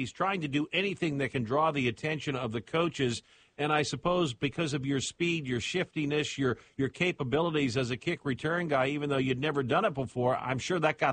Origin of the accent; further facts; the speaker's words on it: Washington, District of Columbia, United States; I was born in Washington, D.C., and during the early part of my life, I spent some time there